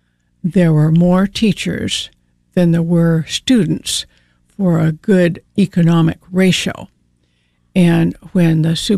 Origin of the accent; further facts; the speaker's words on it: California, United States; born there; I was born in 1940 in Orange County, as was my mother born in Orange County.